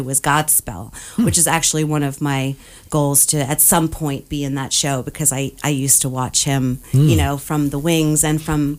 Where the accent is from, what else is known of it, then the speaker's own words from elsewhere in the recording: Newtown, Pennsylvania, United States; born there; So I was born in Newtown, Pennsylvania.